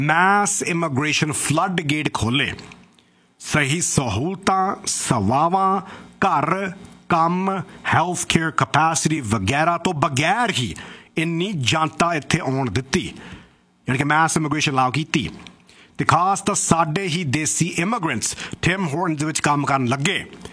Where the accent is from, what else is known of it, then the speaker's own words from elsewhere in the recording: Canada; ਅਸੀਂ ਤਾਂ ਇੱਥੇ ਜੰਮੇ ਪਲੇ ਹਾਂ